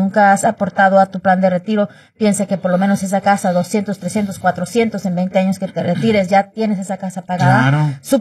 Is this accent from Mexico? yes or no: yes; Mexico; como mexicano somos muy trabajadores